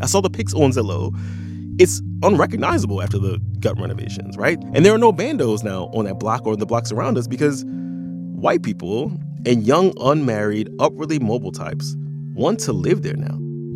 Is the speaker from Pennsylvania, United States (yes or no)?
yes; Philadelphia, Pennsylvania, United States; At the same time I was growing up in South Philly